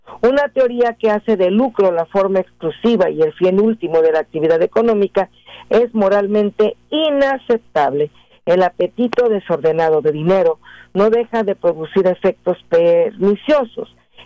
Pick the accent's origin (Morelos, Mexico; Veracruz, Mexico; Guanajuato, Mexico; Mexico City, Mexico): Mexico City, Mexico; born there; yo nací en la Ciudad de México, fíjese. Y entonces nos restringían el agua.